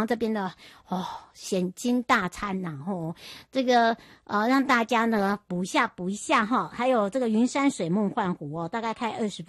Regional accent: Yuli, Hualien County, Taiwan; 因为我们家乡这个玉里是属于南区

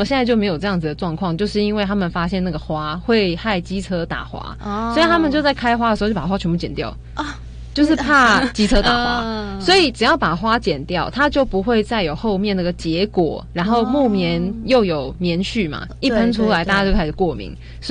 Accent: Taipei, Taiwan; 因为我在台北长大

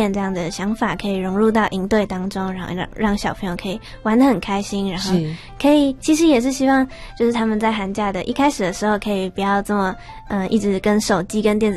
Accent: Yilan County, Taiwan; 我是宜兰的。

